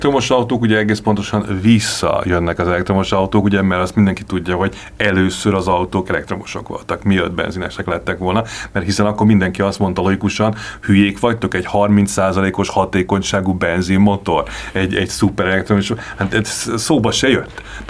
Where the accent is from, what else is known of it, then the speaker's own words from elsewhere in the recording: Budapest, Hungary; a budai környéken, ahol én felnőttem